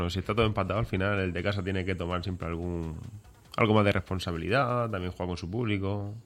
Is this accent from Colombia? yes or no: no; Region of Murcia, Spain; Somos de Murcia